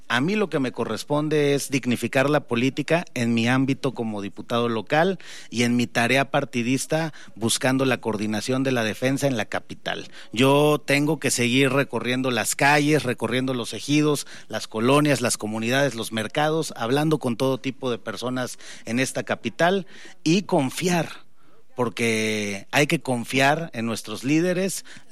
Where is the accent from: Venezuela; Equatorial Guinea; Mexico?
Mexico